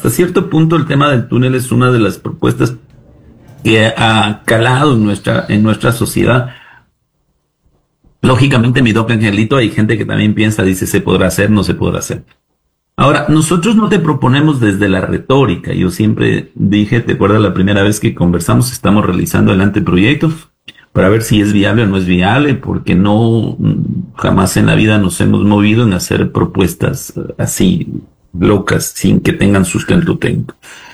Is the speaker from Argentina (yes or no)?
no; Loja, Ecuador; Te hablo de mi tierra, de Celica, de Alamó, Puyango, Pindal, Zapotillo, Macarazo, Soranga. Hay cerca de 100.000 habitantes ahí en esa región